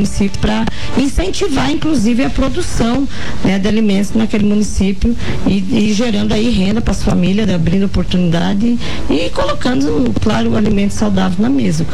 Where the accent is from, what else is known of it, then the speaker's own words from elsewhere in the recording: Rio Grande do Sul, Brazil; E eu nasci em assentamento da reforma agrária. Eu sou gaúcha, nasci no Rio Grande do Sul, né? E tive um longo período da minha vida estudando na escola rural.